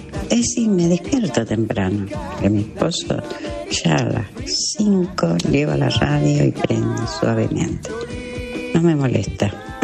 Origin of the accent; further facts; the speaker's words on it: Paralelo 28, Chaco, Argentina; also born or lived in Florencia, Santa Fe; Yo me considero chaqueña santafesina, porque nací en Paralelo 28, pero mi papá me anotó en Florencia, Santa Fe, que está ahí pegado a la ciudad, ¿viste?